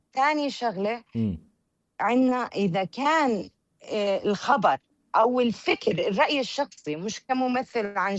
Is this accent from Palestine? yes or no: yes; Palestine; ككل فلسطينيين